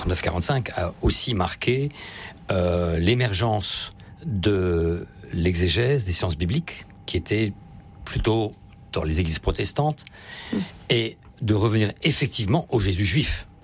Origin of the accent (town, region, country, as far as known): Grand Est, France